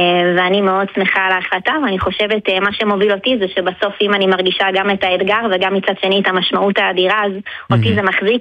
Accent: Kfar Hananya, Northern District, Israel; אז אני במקור מהצפון, מישהו שנקרא כפר חנניה

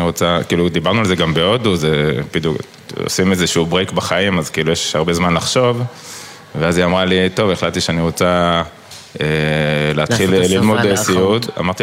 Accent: Haifa, Haifa District, Israel; אני חיפאי.

